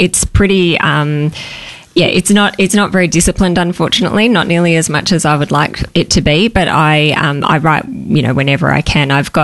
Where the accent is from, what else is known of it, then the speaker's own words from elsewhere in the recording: Melbourne, Victoria, Australia; moved away as an adult; also born or lived in Western Australia; Actually, I was born in Melbourne, grew up in Melbourne, and then moved to WA when I'd finished school.